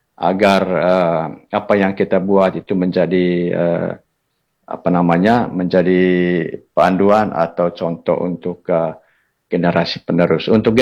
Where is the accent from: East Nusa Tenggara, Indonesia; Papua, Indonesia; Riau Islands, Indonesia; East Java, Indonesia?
East Nusa Tenggara, Indonesia; Manggarai; sebagai orang Manggarai atau pelaku seni tradisional